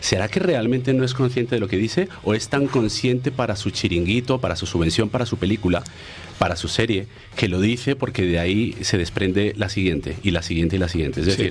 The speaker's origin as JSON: {"language": "Spanish", "country": "Colombia", "moved": "yes", "lives_now": "Spain", "said": "yo soy colombiano."}